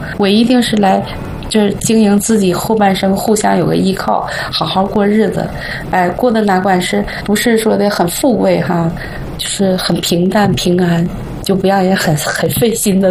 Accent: Beijing, China; 我是老北京人。

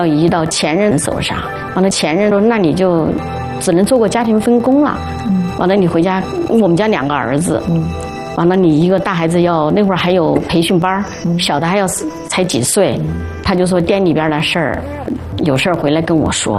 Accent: Sichuan, China; 就顶多了是我四川人确实是给人有点那种外向的，有点那种，其实不是这样的。

